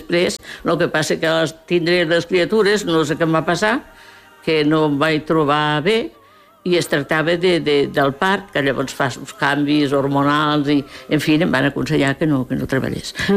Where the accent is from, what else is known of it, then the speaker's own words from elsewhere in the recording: Albacete, Castilla-La Mancha, Spain; born there; Catalan is a second language; now in Catalonia, Spain; on vas néixer? Jo dic, Albacete.